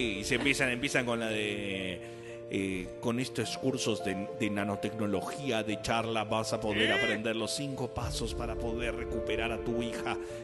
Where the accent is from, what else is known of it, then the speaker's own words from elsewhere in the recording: Buenos Aires, Argentina; yo soy un porteño de carajo.